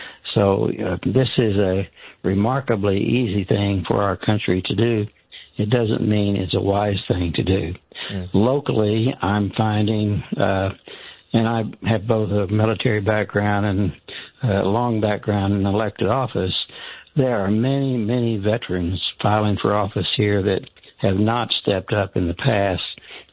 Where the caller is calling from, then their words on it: Oklahoma, United States; even here in central Oklahoma